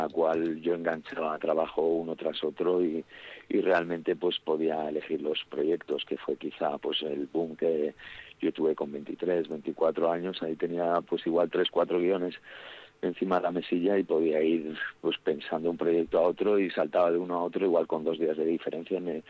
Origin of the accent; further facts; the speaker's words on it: Vitoria-Gasteiz, Basque Country, Spain; now in Madrid, Spain; claro que echo de menos Vitoria. Sí, es la ciudad donde he crecido, donde he vivido. En este momento estoy establecido en Madrid